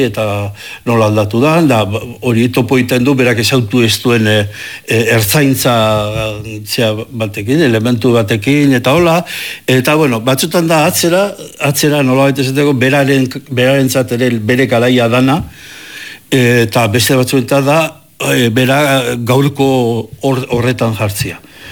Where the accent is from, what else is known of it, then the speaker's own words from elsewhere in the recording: Legazpi, Basque Country, Spain; born there; ni jaio nintzen herria bezala, Leazpi bezala, alde hortatik